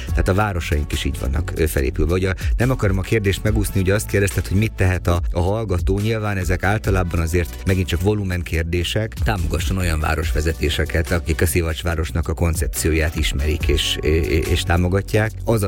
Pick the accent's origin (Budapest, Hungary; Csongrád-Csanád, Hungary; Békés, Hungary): Csongrád-Csanád, Hungary; Szeged